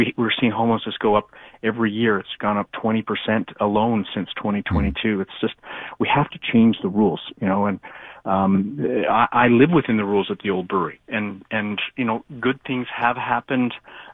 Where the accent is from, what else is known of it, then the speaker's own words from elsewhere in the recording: Beaconsfield, Quebec, Canada; also born or lived in LaSalle / Verdun; I'm a West End kid. I'm from Beaconsfield via LaSalle and Verdun, but my parents live in Hudson and have for like 30 years.